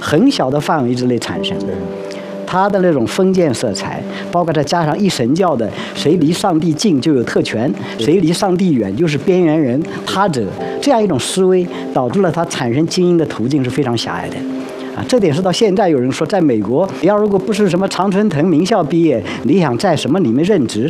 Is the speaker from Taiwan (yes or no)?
no; China; 我们中国人是叫推己及人的